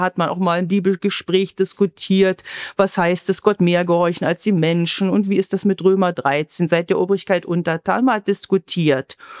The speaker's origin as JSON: {"language": "German", "country": "Germany", "moved": "as an adult", "said": "Ich als Deutsche kann sagen, tschüss, ich gehe nach Deutschland."}